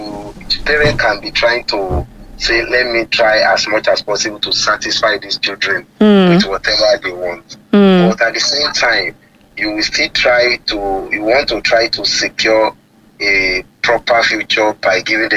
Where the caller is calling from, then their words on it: Ibadan, Oyo, Nigeria; I'm calling from Ibadan.